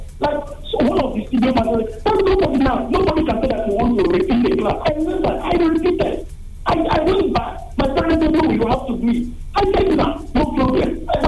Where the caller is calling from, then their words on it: Asaba, Delta, Nigeria; I'm calling from Asaba.